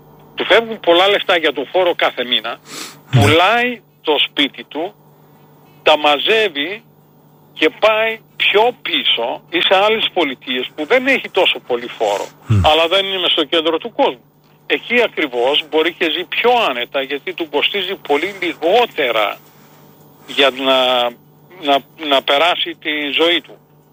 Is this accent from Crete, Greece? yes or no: no; Kastoria, Western Macedonia, Greece; Αλλά εγώ δεν είμαι πατρινός, εγώ είμαι Καστοριανός.